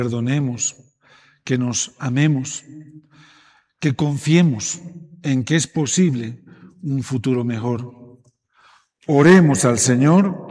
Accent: Bolivia; como bolivianos y bolivianas que somos

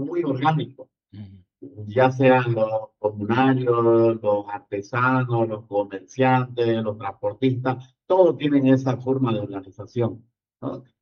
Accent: San Julián, Santa Cruz, Bolivia; moved away as an adult; yo decidí dejar San Julián.

